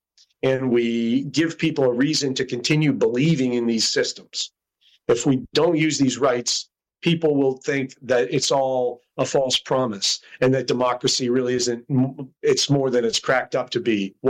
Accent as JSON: {"language": "English", "town": "Morgantown", "region": "West Virginia", "country": "United States", "tie": "born there", "said": "Well, I was born in Morgantown, and my mom's from Greenbrier County, more far southern, St. Nicholas, Greenbrier areas. My dad's from up in Altoona, PA, railroad country. And they met up around Morgantown, so that's where I came into the picture."}